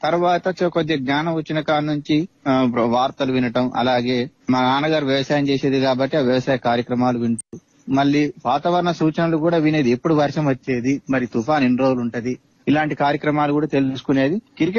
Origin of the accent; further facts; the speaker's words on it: Rampuram, Telangana, India; మాది భద్రాద్రి కొత్తగూడెం జిల్లా చుంచుపల్లి మండలం రాంపురం గ్రామం.